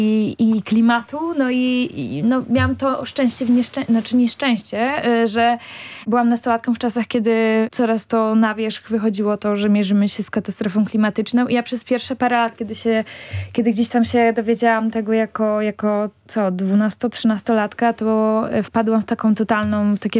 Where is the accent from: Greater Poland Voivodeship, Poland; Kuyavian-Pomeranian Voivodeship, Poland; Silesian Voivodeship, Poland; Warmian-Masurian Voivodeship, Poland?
Kuyavian-Pomeranian Voivodeship, Poland; No ja pochodzę spod Bydgoszczy. Tam dorastałam i tam jest cała moja rodzina, więc jestem stamtąd, tak geograficznie.